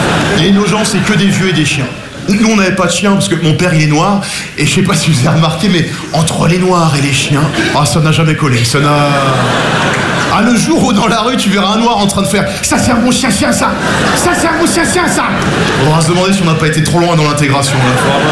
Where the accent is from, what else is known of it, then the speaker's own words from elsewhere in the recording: Nogent-sur-Marne, Île-de-France, France; J'ai grandi à Nogent-sur-Marne, je suis passionné qui peut. Petite banlieue très bourgeoise, genre la Marne, les guinguettes, la fête du petit vin blanc, vous connaissez?